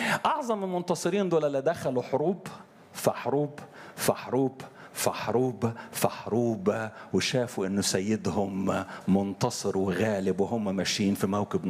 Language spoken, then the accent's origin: Arabic; Upper Egypt, Egypt; حد فاكر الأخ براذر أندرو زي ما كان يقول عندنا في الصعيد؟